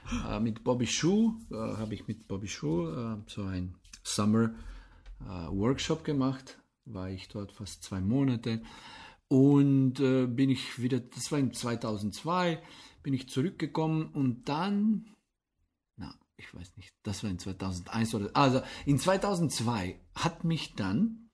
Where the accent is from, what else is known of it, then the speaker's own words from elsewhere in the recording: Radlje ob Dravi, Slovenia; also born or lived in Paris, France; Ja, also ich komme aus Radli. Dann habe ich meine Mittelmusikschule in Maribor gemac